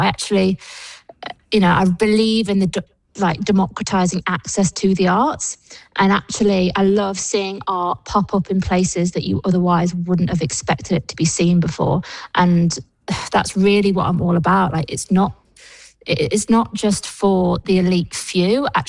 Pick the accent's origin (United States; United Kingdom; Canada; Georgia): United Kingdom; North West England; I grew up like in Cheshire way, and I remember my mum used to take me to Knutsford, where all like the posher area